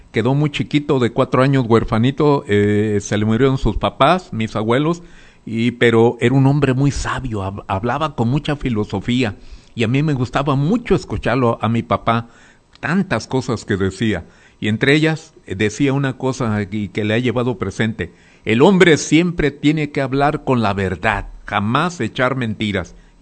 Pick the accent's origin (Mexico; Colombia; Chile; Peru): Mexico; Santiago Ixcuintla, Nayarit; born there; also born or lived in Miami / Chicago / San Francisco / Los Angeles; now in Tepic, Mexico; he hecho también aquí en Tepic, que es mi segunda casa. Soy tepqueño de adopción, soy adoptivo. Pero mi ombligo lo tengo ahí en Santiago, orgullosamente. Trabajé en Estados Unidos y donde quiera que anduve, cuando estuve en Miami, estuve en Chicago, en San Francisco, viví en Los Ángeles, y en varias partes viví.